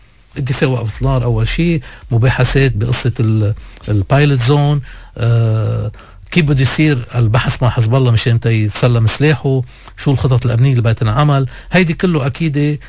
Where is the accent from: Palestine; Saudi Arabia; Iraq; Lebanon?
Lebanon; نعيش كلبنانيين بأمان وبسلام